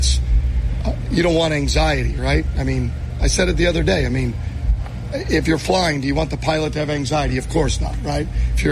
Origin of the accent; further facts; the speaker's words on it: Illinois, United States; I grew up outside of Chicago, and all my family, my wife's family's from there, my family being from there, that's pretty cool.